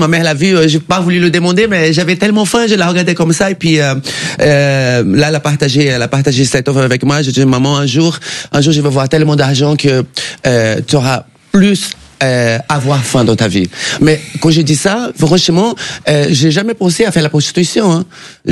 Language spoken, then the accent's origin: French; Belém, Pará, Brazil; Je suis née au Brésil.